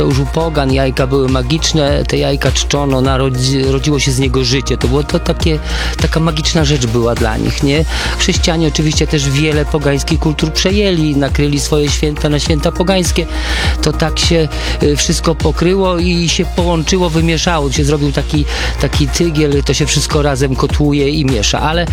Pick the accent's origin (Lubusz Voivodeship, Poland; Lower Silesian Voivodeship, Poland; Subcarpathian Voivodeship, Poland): Lower Silesian Voivodeship, Poland; born there; mój ojciec pochodził daleko ze wschodu, mój teście z Ukrainy, moja mama pochodziła z Kujaw. Ja się urodziłem na Dolnym Śląsku i tu są spotkanie kilku kultur praktycznie, nie?